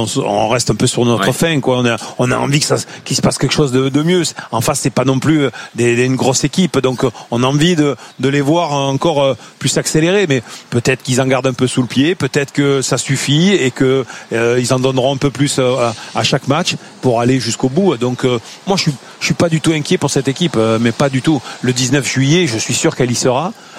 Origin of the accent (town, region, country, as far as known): France